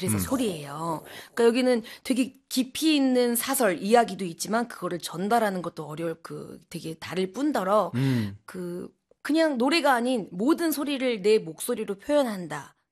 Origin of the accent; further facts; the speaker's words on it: Gwangju, South Korea; 제가 전라도 광주 출신인데